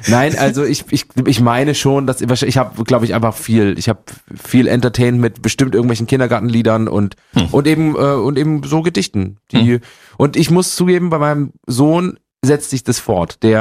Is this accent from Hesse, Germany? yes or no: no; Gera, Thuringia, Germany